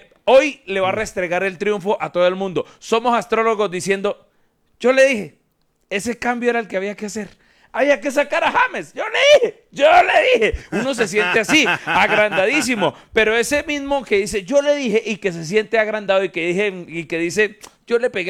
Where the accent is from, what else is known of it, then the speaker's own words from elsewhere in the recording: Colombia; Claro, nosotros decimos tranquilo, como colombianos, tranquilo.